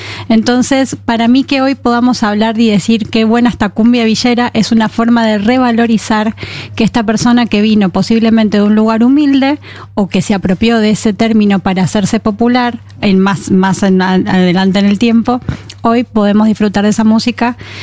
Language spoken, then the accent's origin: Spanish; Buenos Aires, Argentina; Digo shh, ese shh es ya. Porque vengo de Buenos Aires.